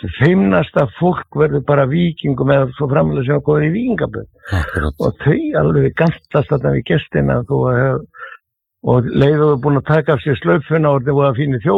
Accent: Reykjavík, Capital Region, Iceland; Já, ég er fæddur og uppalinn í Klefsholtinu og ef einhver hefur verið Þróttari þá voru það við Klefsararni, sko.

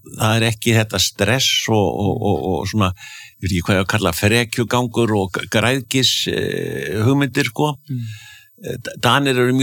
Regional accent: Akureyri, Northeastern Region, Iceland; Þetta minni mig á þegar ég var krakki alast upp á Akureyri.

